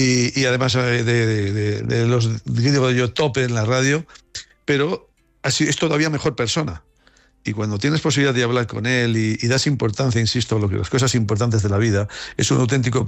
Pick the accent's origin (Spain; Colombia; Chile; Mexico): Spain; Haro, La Rioja; moved away; el sentir a Aro como, insisto, como nuestro pueblo, porque, bueno, pues así nos hemos criado